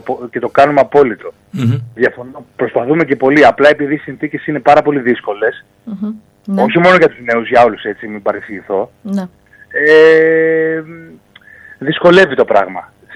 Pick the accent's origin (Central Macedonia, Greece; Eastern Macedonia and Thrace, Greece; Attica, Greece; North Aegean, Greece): Attica, Greece; Athens; Εγώ η καταγωγή μου είναι από την αρχαία Ολυμπία, αλλά έχω γεννηθεί και έχω μεγαλώσει στην Αθήνα. Αθήνα είμαι και τώρα.